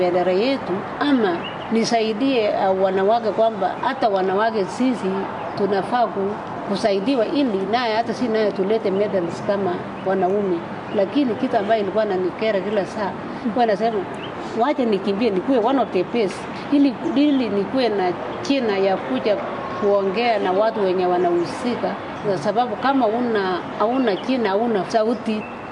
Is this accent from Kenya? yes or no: yes; West Pokot County, Kenya; sababu mimi natoka upande wa West Bogot. Hakuna mwenye alikuwa naona msichana kutoka West Bogot anaweza fungua mlango ama anaweza pikana na watu dunia.